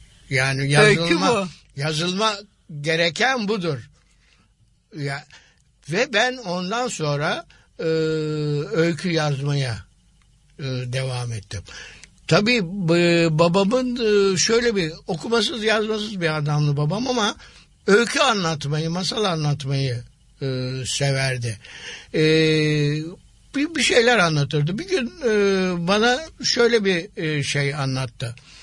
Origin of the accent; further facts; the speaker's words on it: Istanbul, Turkey; born there; ben Karagümrük'te oturuyorum.